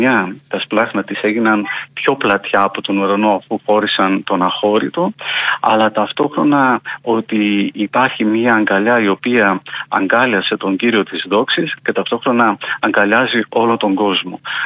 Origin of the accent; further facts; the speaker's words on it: Greece; εμείς οι Ορθόδοξοι Έλληνες